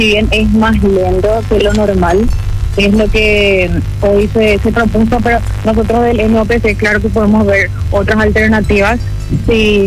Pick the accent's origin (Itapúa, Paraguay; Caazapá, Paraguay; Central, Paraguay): Central, Paraguay; Luque; Sí, yo también soy de Luque.